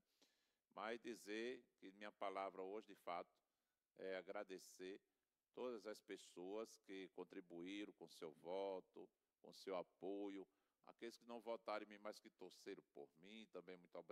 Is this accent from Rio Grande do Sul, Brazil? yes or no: no; Tangará, Rio Grande do Norte, Brazil; minha terra, onde eu nasci e me criei, que foi a terra de Tangará